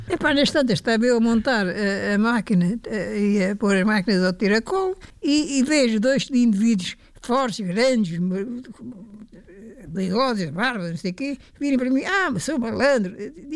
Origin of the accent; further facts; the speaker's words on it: Lisbon, Portugal; Não, eu sou de Lisboa.